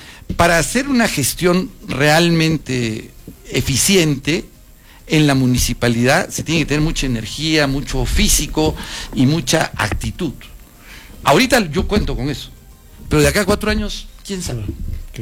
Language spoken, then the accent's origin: Spanish; Arequipa, Peru; yo lo hago por Arequipa. Yo lo hago por mi tierra